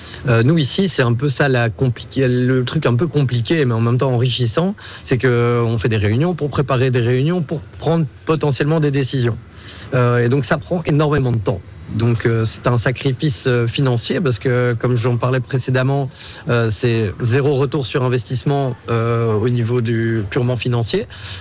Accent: Brussels, Brussels-Capital Region, Belgium; born there; je suis né à Bruxelles

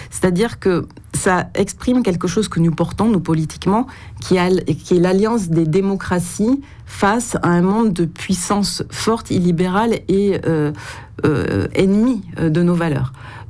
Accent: Nouvelle-Aquitaine, France; Moi, je viens de Nouvelle-Aquitaine et des Landes de Gironde, donc j'ai vécu ces incendies.

